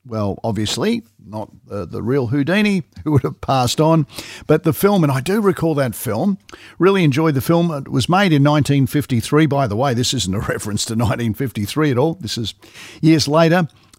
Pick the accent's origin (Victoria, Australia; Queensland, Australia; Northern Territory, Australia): Victoria, Australia; Melbourne; And that's a few of my memories from this day back when I was 12, growing up in Melbourne.